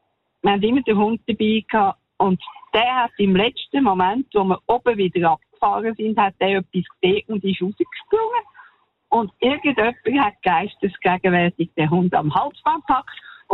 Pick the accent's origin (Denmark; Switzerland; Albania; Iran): Switzerland; Menziken, Aargau; Hallo, ich komme eigentlich aus Menziken.